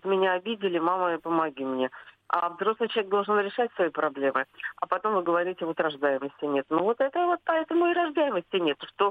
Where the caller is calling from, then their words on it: Saint Petersburg, Russia; я из Санкт-Петербурга.